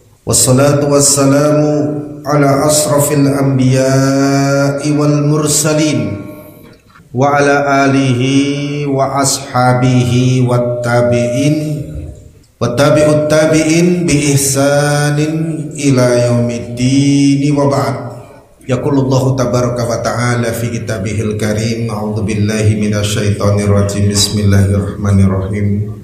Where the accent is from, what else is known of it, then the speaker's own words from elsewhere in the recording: Lamongan, East Java, Indonesia; Saya dari Lamongan, menurut saya Lamongan itu tidak jauh.